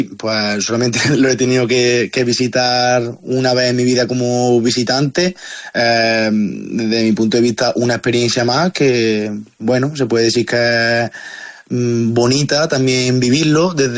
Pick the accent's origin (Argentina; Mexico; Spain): Spain; Cabra, Andalusia; tanto por volver a estar en mi pueblo